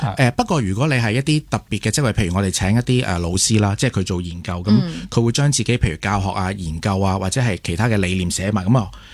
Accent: Hong Kong; 如果 local 即係本我哋香港人

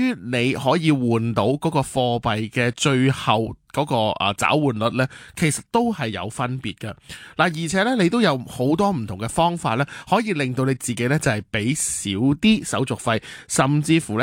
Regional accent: Hong Kong; 我哋香港人

